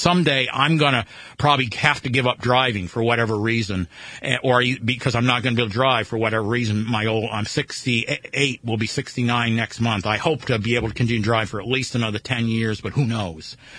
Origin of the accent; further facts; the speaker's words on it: United States; I grew up in America